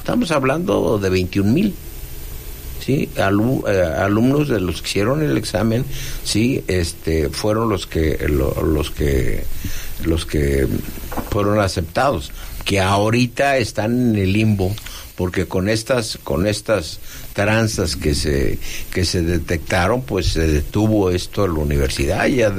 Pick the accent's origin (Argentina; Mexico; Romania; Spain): Mexico; Michoacán; moved away; also born or lived in Mexico City; Yo tuve que salir de mi pueblo, Acuicho del Canje, Michoacán, sí, porque no había más que primaria, maestro.